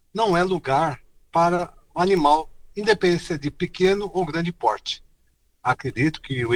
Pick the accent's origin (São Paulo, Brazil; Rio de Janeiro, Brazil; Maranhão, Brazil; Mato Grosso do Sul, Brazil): São Paulo, Brazil; Santos; aqui de Santos. Conversando sobre os animais na praia, deixa eu pôr meu ponto de vista. Sou santista, sempre morei aqui, tenho animais